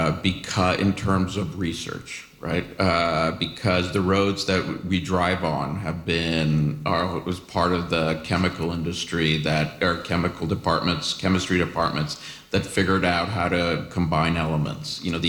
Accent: Canada; now in United States; because I'm a Canadian scholar who's in the U.S. who began his career benefiting from a similar program, having been a Canada research chair.

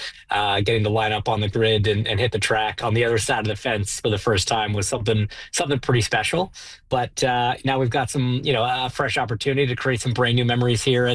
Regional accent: Markham, Ontario, Canada; So for me personally, I was born and raised in Markham.

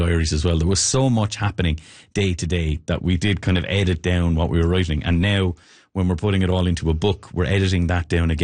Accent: Waterford, Munster, Ireland; Well, I come from Waterford, and your listeners would probably know that there's very strong connections between Waterford and St. John's in particular

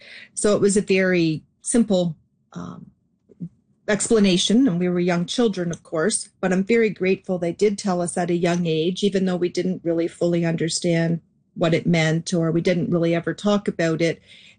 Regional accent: Kitchener, Ontario, Canada; born there; I was born in Kitchener, Ontario.

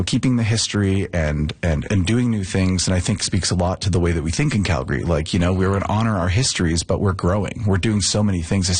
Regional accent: Ireland; now in Canada; I'm Irish as well.

